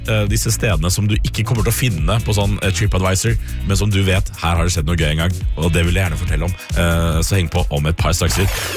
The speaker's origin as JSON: {"language": "Norwegian", "town": "Sarpsborg", "region": "Østfold", "country": "Norway", "moved": "yes", "said": "Jeg har tilbrakt min sommerferie, i hvert fall store deler av den, hjemme i Sarpsborg."}